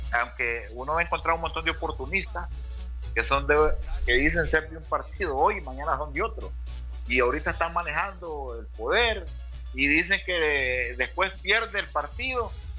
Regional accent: Honduras; A mí, con que le hayan ayudado a la gente que lo necesitaba, para mí, yo como hondureño, estoy agradecido

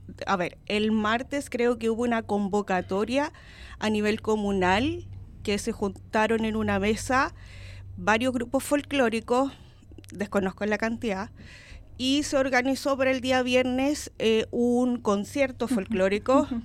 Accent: San Vicente de Tagua Tagua, O'Higgins, Chile; also born or lived in Santiago; Yo soy oriunda, o sea, nací en Santiago, pero toda mi vida yo he vivido en San Vicente. Yo amo San Vicente.

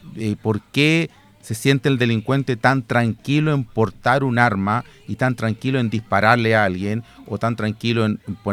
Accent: Chile

